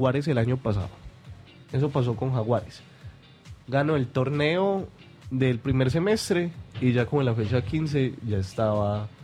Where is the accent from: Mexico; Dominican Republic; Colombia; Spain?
Colombia; Fredonia, Antioquia; de donde yo soy, del municipio de Fredonia